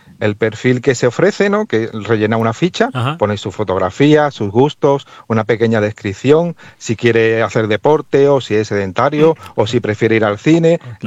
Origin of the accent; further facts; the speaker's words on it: Cádiz, Andalusia, Spain; soy de Cádiz